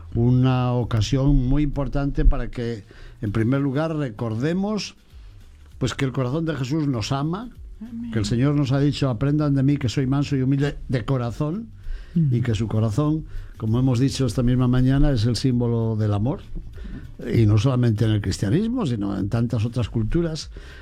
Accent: Spain; como español también me alegra

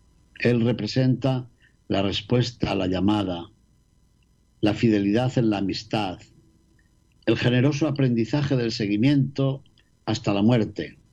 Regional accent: Castile and León, Spain; las tierras de mi tierra de León

